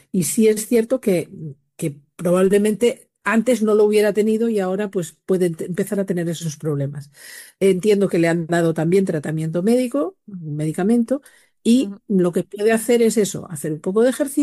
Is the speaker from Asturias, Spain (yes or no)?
yes; Llanes, Asturias, Spain; soy de Llanes.